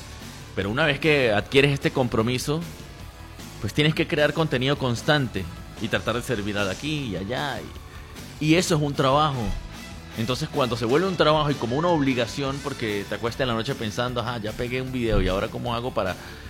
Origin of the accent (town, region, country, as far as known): Venezuela